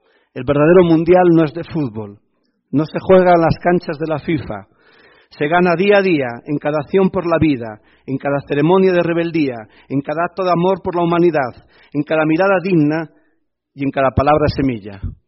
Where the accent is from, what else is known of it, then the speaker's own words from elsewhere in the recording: Galicia, Spain; Y eso que soy más gallego que el padre de Manolito en las historias de Mafalda.